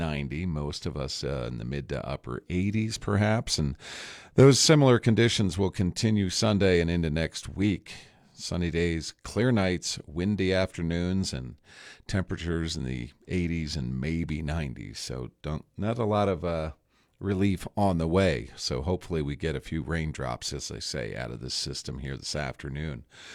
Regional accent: Philadelphia, Pennsylvania, United States; as a proud Philadelphian myself

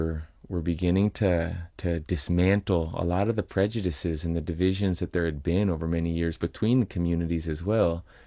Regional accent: California, United States; I grew up in California, just, 30 minutes drive away from the headquarters of Chevron.

